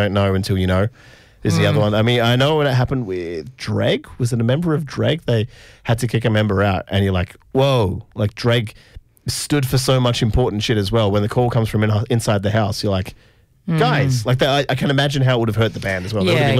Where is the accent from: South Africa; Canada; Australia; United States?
Australia; being an Australian and a heavy music fan